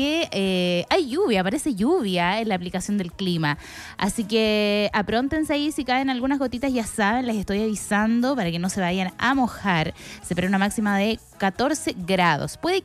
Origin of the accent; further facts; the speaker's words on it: San Vicente de Tagua Tagua, O'Higgins, Chile; en mi pueblo, en San Vicente de Tahuatahua